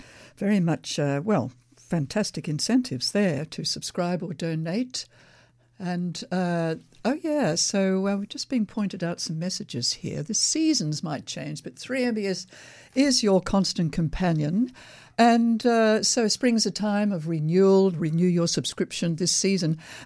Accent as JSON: {"language": "English", "town": "Elwood", "region": "Victoria", "country": "Australia", "tie": "born or raised there", "said": "Actually, I grew up in Elwood"}